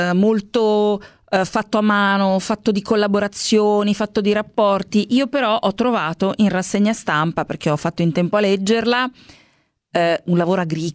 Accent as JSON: {"language": "Italian", "region": "Lombardy", "country": "Italy", "tie": "born or raised there", "said": "noi che siamo cresciute a Milano o vicino"}